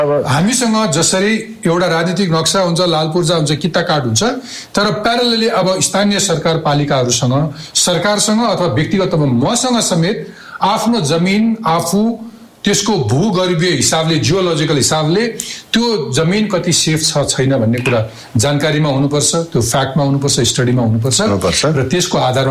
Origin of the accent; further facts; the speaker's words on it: Jhapa, Koshi Province, Nepal; born there; म झापामा जन्मेँ